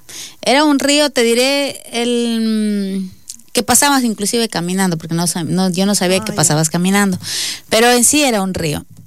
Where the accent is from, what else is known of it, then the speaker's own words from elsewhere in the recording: Ecuador; moved away as an adult; yo soy ecuatoriana